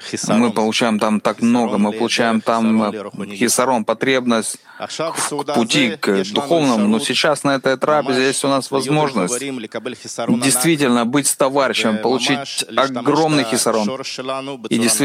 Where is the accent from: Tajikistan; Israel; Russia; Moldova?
Israel; Beersheba, Southern District; Я по случаю из Бершевы. Я приехал со своими товарищами, не со всей десяткой.